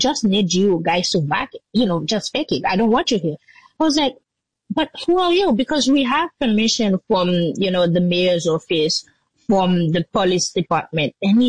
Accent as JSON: {"language": "English", "town": "Jacmel", "region": "Sud-Est", "country": "Haiti", "tie": "born or raised there", "said": "And the road leading to Jacmel, my hometown, was closed through Martissa, which is like, you know, a very big region in Port-au-Prince."}